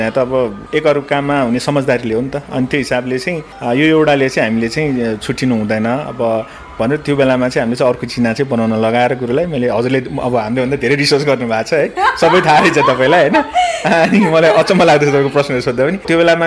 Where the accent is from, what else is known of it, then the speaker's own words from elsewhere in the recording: Kathmandu, Bagmati, Nepal; म चाहिँ बालुटारमा जन्मेको, 2042 पुस 23 गते